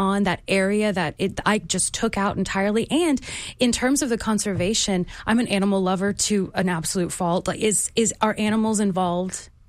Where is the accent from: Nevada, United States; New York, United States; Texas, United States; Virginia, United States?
Texas, United States; Dallas; now in Galveston, United States; I am originally from Dallas, but we would come down from Dallas, but now I live here.